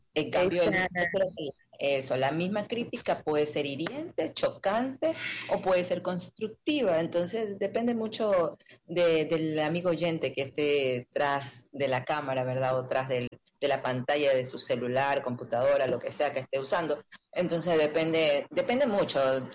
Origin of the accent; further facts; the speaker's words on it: Guayaquil, Guayas, Ecuador; como buenas ecuatorianas guayaquileñas